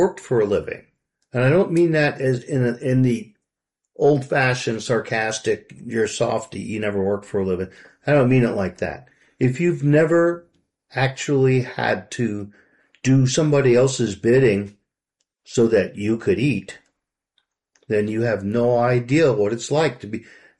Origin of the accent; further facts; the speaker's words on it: New York, United States; And it goes back, like I grew up in New York, and there were rent strikes when I was a kid there.